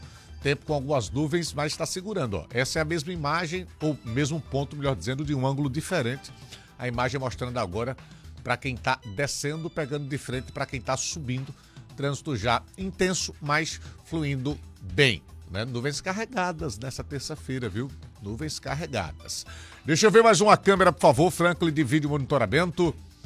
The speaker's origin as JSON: {"language": "Portuguese", "town": "Maceió", "region": "Alagoas", "country": "Brazil", "tie": "born or raised there", "said": "nascido e criado aqui em Maceió, com 50 anos de idade"}